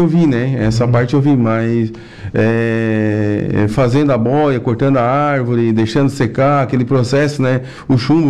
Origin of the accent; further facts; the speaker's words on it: Imaruí, Santa Catarina, Brazil; also born or lived in Forquilhinha / Criciúma; now in Araranguá, Brazil; a gente é natural da cidade de Maruí, né, e filho de pescador, também sou pescador também